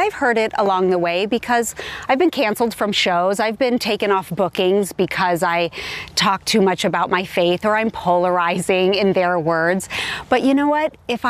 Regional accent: Hollywood, California, United States; there's a lot of us that had great experiences growing up in Hollywood, really.

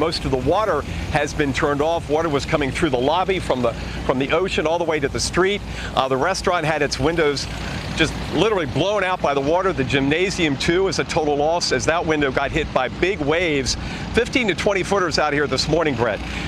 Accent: United States; I grew up on the Maryland-Delaware coast, and I know better.

